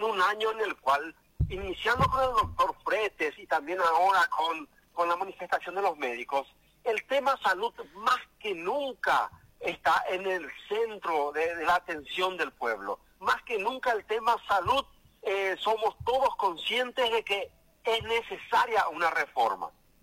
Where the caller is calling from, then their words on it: Paraguay; Ese es el problema principal, doctor, que tenemos los paraguayos.